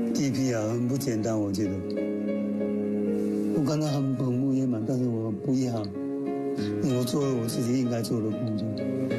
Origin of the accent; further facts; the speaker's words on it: Chaoshan, Guangdong, China; moved away; also born or lived in Beijing / Fujian; 我离开家乡时间很长嘛。我虽然是潮汕人，但是我在北京念书5年，我也在福建工作这么68年